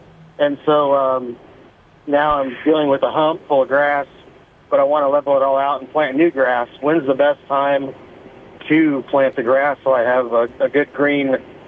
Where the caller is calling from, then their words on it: Marysville, United States; calling from Marysville.